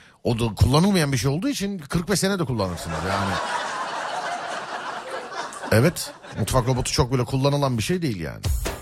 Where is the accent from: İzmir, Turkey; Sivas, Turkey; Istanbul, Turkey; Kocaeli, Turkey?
Istanbul, Turkey; Günde nereden baksan 2 saat kardayım bir İstanbullu olarak.